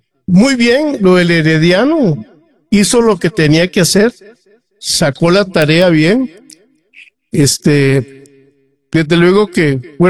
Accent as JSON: {"language": "Spanish", "country": "Costa Rica", "said": "como costarricense, uno da la broma"}